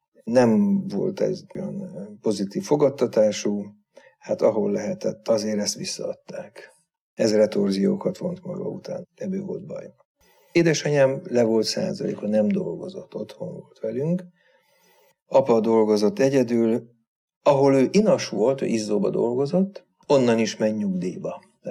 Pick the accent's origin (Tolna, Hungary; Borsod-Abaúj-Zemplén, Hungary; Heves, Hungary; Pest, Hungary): Pest, Hungary; Vác; born there; a Vácon a Kőkapu általános iskolába jártam.